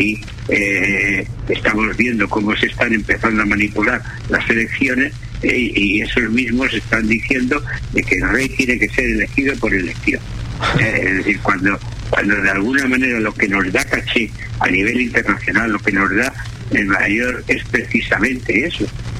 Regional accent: Tarragona, Catalonia, Spain; born there

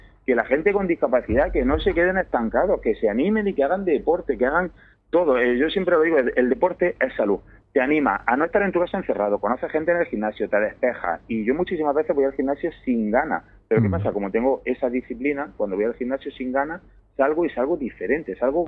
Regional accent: Almería, Andalusia, Spain; vamos a presumir de nuestro deportista almeriense

